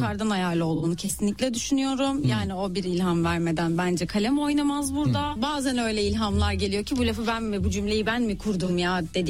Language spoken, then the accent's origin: Turkish; İzmir, Turkey; Ne bileyim, İzmirliyim işte.